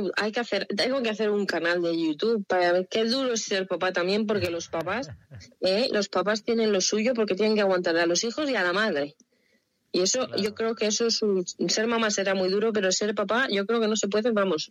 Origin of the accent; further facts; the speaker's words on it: Valladolid, Castile and León, Spain; yo siendo vallisoletana, pero vallisoletana de las Bordes, de pura raza